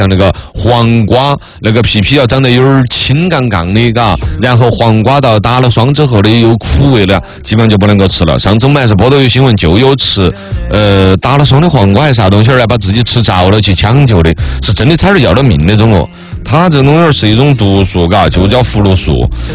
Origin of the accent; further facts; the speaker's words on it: China; 我们中国人